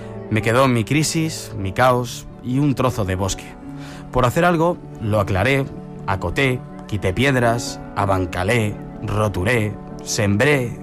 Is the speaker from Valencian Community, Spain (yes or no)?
no; Pamplona, Navarre, Spain; born there; now in Ibiza, Spain; Nací en Pamplona y vivo en Ibiza.